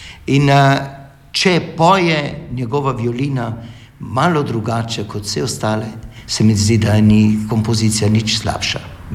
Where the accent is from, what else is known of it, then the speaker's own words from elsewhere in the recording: Trieste, Friuli-Venezia Giulia, Italy; moved away as an adult; also born or lived in Ljubljana; jaz prihajam iz Trsta